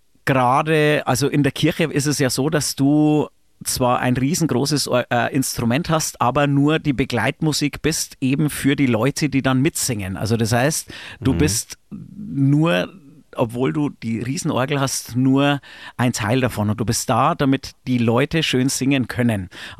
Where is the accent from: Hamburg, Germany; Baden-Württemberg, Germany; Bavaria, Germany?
Bavaria, Germany; Kastl; ich komme aus Kastel, heißt es, das sind 1500 Einwohner mittlerweile, ja, genau.